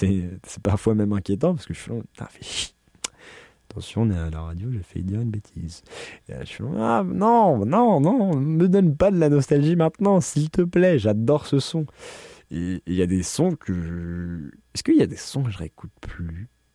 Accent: Paris, Île-de-France, France; en grandissant à Paris

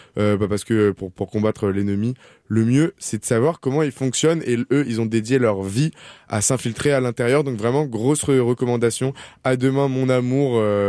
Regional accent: Montreal, Quebec, Canada; mais en tant que bon Montréalais qui se respecte

